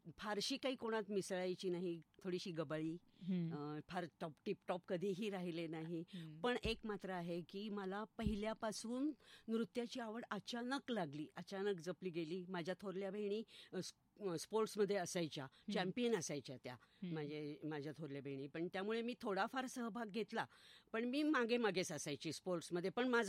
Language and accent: Marathi; Ahmednagar, Maharashtra, India; माझं बालपण पटांगण गल्ली दिल्ली गेटच्या शेजारी जिथे आहे, अभ्यासाशी कधी संबंध नाही आला.